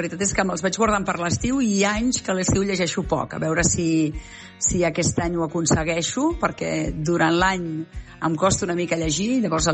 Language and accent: Catalan; Berga, Catalonia, Spain; now in Sant Cugat del Vallès, Spain; Jo sóc de Berga i, per tant, el mar no es veu, i on visc a Sant Cugat tampoc es veu el mar.